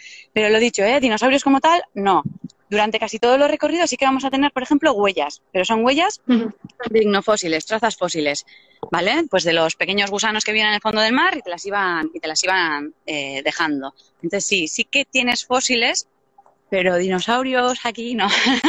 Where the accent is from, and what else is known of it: Deba, Basque Country, Spain; born there